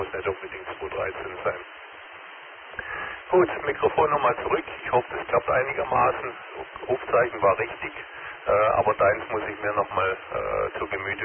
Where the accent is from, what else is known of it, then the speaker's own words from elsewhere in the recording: Swabia, Germany; accent: Swabian; now in Ruhr area, Germany; Wie du wahrscheinlich an meinem Dialekt hörst, bin ich nicht direkt aus dem Ruhrgebiet. Ich stamme da aus dem Süden, aus Schwabenländle sozusagen. Habe mich aber jetzt so einigermaßen akklimatisiert.